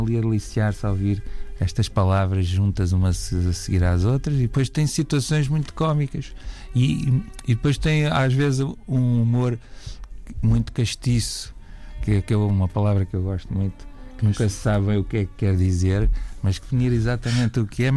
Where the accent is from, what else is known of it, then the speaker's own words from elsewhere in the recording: Portalegre, Alentejo, Portugal; na minha terra natal, Porto Alegre, do Marchão